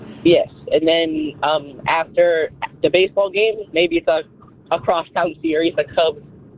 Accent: Oak Park, Illinois, United States; Yes, I lived in Humble Park until I was 4, and then I moved out to Oak Park.

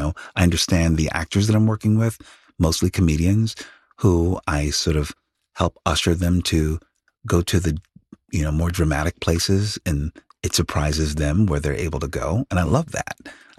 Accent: Philadelphia, Pennsylvania, United States; inner city West Philadelphia, where a lot of blue collar folks. I was the first in my family to go to college

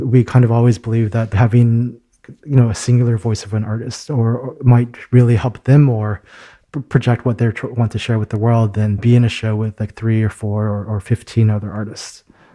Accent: Houston, Texas, United States; moved away as an adult; also born or lived in Chicago / Los Angeles; I grew up in Houston. I came to Chicago after high school. I went to school at a college in Chicago. Then I moved to Los Angeles for 4 years after college.

